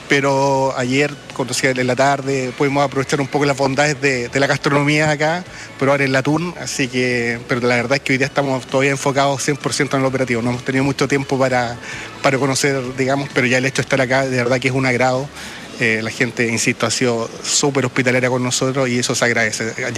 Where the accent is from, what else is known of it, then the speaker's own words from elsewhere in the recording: Temuco, Araucanía, Chile; Yo soy del sur de Chile, de Temuco